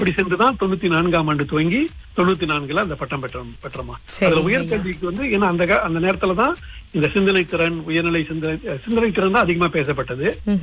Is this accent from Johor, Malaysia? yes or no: yes; Labis, Johor, Malaysia; என்னுடைய சொந்த ஊரான லாபிஸ்கே போய் என்னுடைய இடைநிலை பள்ளியிலேயே ஆசிரியராக 4 பணி செய்தேன்.